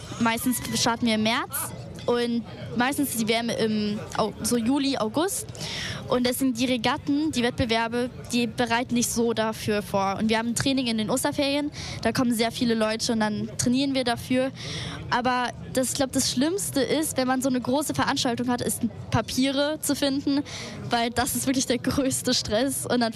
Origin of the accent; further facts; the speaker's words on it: Cologne, North Rhine-Westphalia, Germany; Und ich komme aus Köln.